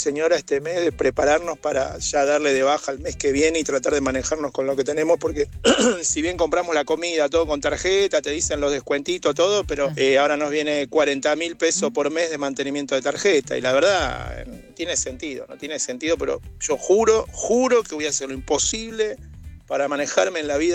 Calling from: Canning, Buenos Aires Province, Argentina; de Canning

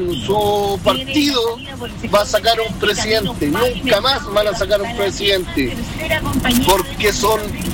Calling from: Chile; nosotros somos chilenos

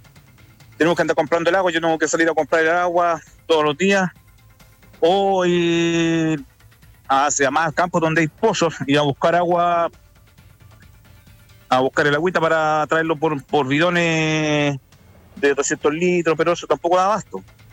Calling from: Metrenco, Araucanía, Chile; somos de acá de Perú, sector Llorenco.

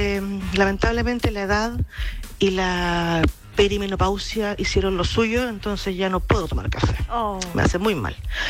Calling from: Osorno, Los Lagos, Chile; Los llamo desde Osorno, lluvioso, un poquito frío.

